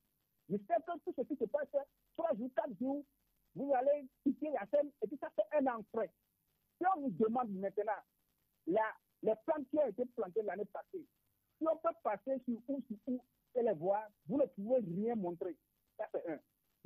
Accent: Togo; Maintenant, nous sommes tous des Togolais.

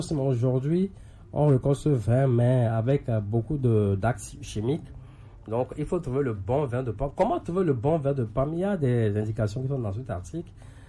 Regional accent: Togo; On sait que c'est bien connu chez nous au Togo, hein, surtout.

